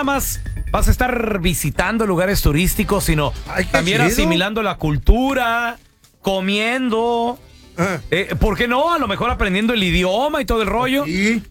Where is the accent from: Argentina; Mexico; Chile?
Mexico; No, bueno, pues claro. Yo soy mexicano, o sea, yo